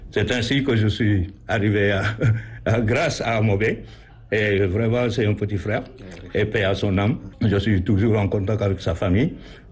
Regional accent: Dakar, Senegal; moved away as an adult; now in France; je suis de Dakar, Dakar Plateau, comme on dit. Et je suis parti en France, j'ai quitté le Sénégal en 1974.

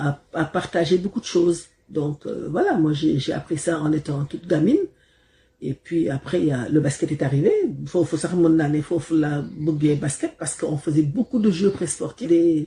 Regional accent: Dakar, Senegal; moi j'ai grandi à la SICAP

